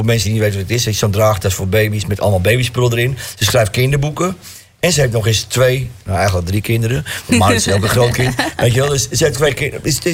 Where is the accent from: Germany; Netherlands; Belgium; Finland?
Netherlands; Amsterdam, North Holland; Ik kom uit de Jordaan en ik ben alleen maar op straat opgevoed.